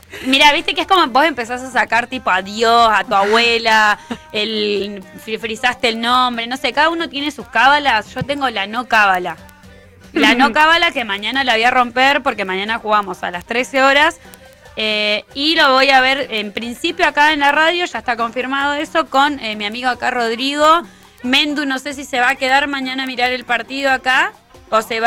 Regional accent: Argentina; soy de Racing y soy de Argentina, ¿qué habré hecho en esta vida para estar pagando?

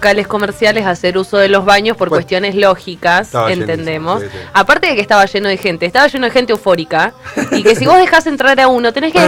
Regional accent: Argentina; nos representa mucho como argentinos

